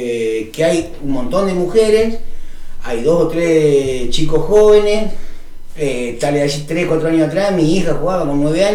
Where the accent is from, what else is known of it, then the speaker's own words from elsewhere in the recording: Córdoba, Argentina; yo cuando era chico, me crié en el campo, en Córdoba